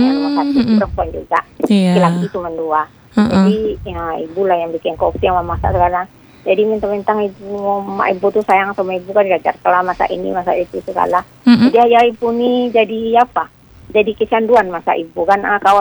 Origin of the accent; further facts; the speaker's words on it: West Sumatra, Indonesia; Kalau kita orang Minang kan ada bikin pange ikan